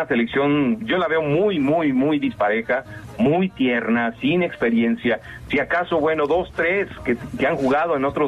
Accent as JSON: {"language": "Spanish", "country": "Mexico", "tie": "born there", "said": "Ojalá, porque es un país al que yo amo, es un país donde yo nací"}